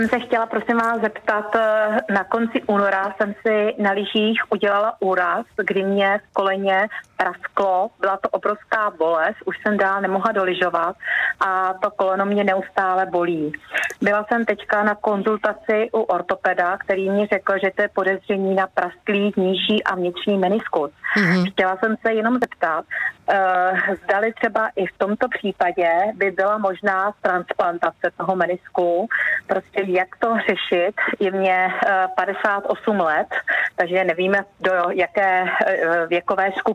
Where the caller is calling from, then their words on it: Dvůr Králové nad Labem, Hradec Králové Region, Czechia; Jsem ze Dvora Králov nad Labem.